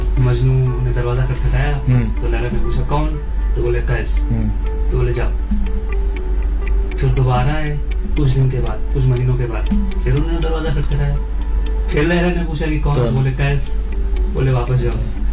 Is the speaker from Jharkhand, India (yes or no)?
no; Lucknow, Uttar Pradesh, India; मैं जैसे मैं लखनऊ से हूँ तो मेरी उर्दू थोड़ी अच्छी ग्रिप है उर्दू पे, मगर उतनी भी अच्छी नहीं।